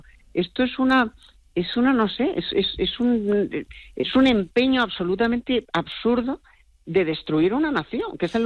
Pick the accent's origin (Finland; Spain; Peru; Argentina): Spain; yo soy española, me siento muy orgullosa de ser española, me siento muy orgullosa de mis raíces